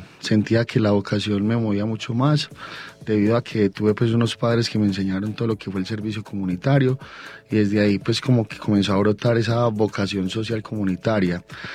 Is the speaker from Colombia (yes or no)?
yes; La Estrella, Antioquia, Colombia; also born or lived in El Peñol, Antioquia; Realmente yo vengo de La Estrella, es un municipio en el cual yo no nací, pero llevo más aproximadamente 26 años, desde los 6 años estoy allí. Mis padres y yo fuimos desplazados por la violencia del municipio del Peñol, llegamos más o menos en el 2000-2001